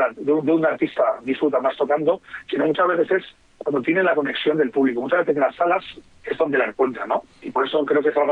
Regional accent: Navarre, Spain; somos de provincias y al final soy navarro y al final he vivido en capitales de provincia.

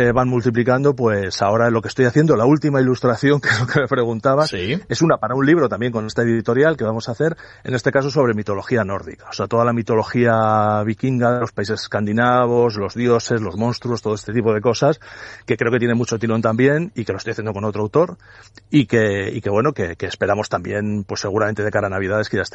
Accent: Salamanca, Castile and León, Spain; Él es de León, yo soy de Salamanca, que soy el ilustrador, y la editorial es de Valladolid.

